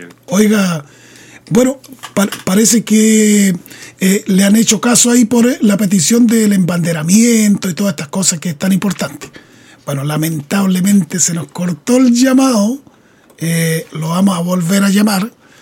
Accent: Futaleufú, Los Lagos, Chile; moved away; siendo nativo de allá también, porque yo nací allá en Futaleufú

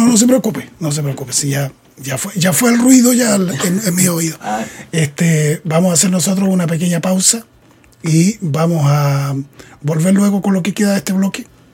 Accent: Futaleufú, Los Lagos, Chile; moved away; la que fue un día mi tierra, porque yo nací allá, me crié allá en esa zona, sector El Azul

